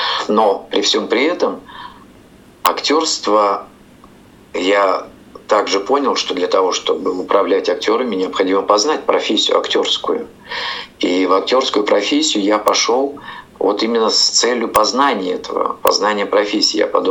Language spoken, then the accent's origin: Russian; Kemerovo, Kemerovo Oblast, Russia; moved away as an adult; also born or lived in Altai; И в результате мы оказались в Кузбассе, в городе Кемерово, где, в принципе, вот я вырос где-то с 3 лет до 18 лет, до того, как я ушел в армию. Детство мое прошло и юность в городе Кемерово.